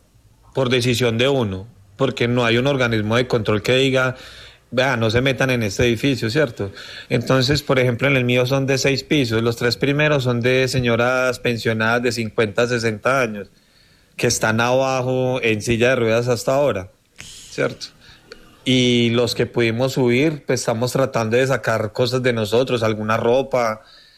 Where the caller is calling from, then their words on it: Pereira, Risaralda, Colombia; los que somos de Pereira